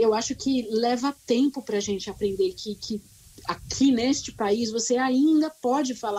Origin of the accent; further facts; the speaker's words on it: Brazil; moved away as an adult; now in New Zealand; para nós como brasileiros